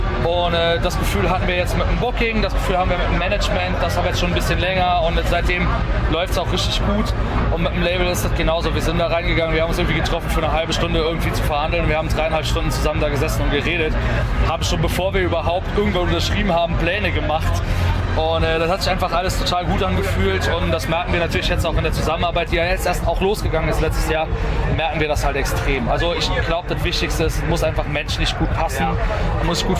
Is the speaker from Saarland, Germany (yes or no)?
yes; Saarland, Germany; Also wir sind ja aus dem Saarland und im Saarland gibt es, glaube ich, eine Stadt, die jeder kennt, ist Saarbrücken.